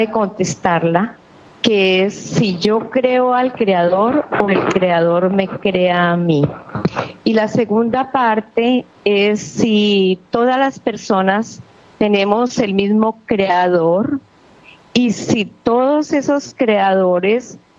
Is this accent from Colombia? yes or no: yes; Colombia; soy de Colombia